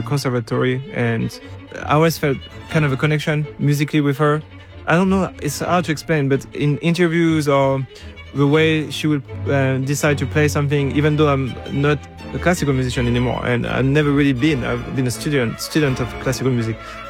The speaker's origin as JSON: {"language": "English", "town": "Paris", "region": "Île-de-France", "country": "France", "tie": "born or raised there", "moved": "yes", "lives_now": "North Texas, United States", "said": "I grew up in Paris"}